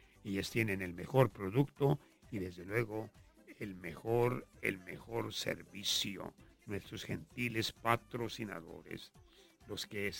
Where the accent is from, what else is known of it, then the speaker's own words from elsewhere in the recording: Puerto Vallarta, Jalisco, Mexico; now in Ensenada, Mexico; allá en mi tierra, en Puerto Vallarta